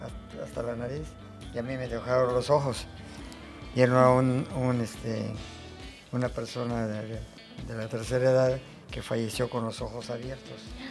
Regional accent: Yucatán, Mexico; born there; moved away; also born or lived in Mexico City; Yo nací en Mexicanú, Yucatán, en el famoso pueblo de las jícamas.

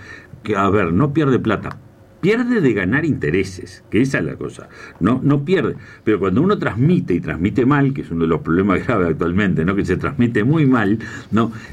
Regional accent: Uruguay

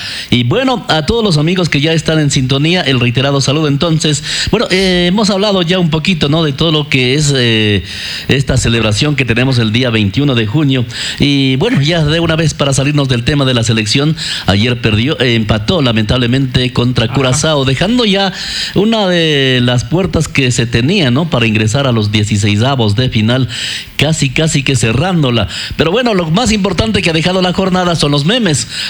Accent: Ecuador; así somos los ecuatorianos

